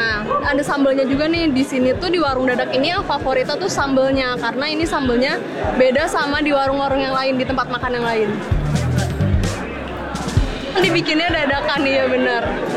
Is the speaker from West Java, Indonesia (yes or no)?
yes; Bandung, West Java, Indonesia; now in Jakarta, Indonesia; Saya lahir di Bandung, orang Bandung. Orang tua di Bandung, jadi saya kesini rantau, ya.